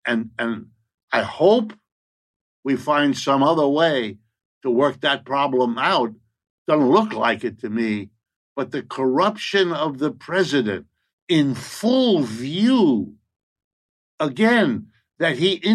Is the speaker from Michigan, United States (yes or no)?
no; New York City, New York, United States; I got to tell you, as a New Yorker, watching the spectacle of vast parts of New York City shut down